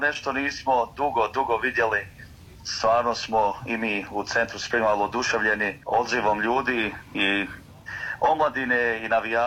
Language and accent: Bosnian; Bosnia & Herzegovina; now in Australia; stvarno smo kao zajednica i kao jel Bosanci u dijaspori, stvarno ovo je nešto što stvarno nismo dugo vidjeli.